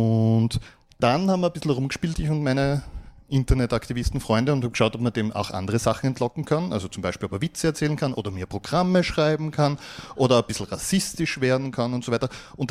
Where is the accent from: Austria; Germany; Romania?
Austria; Graz, Styria; Ja, hallihallo … ich komme aus Graz.